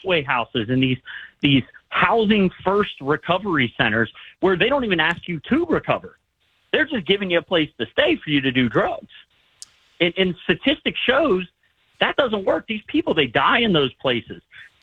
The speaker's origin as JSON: {"language": "English", "town": "Cincinnati", "region": "Ohio", "country": "United States", "tie": "born or raised there", "said": "I grew up in Price Hill in the 90s, and crime was really bad back then."}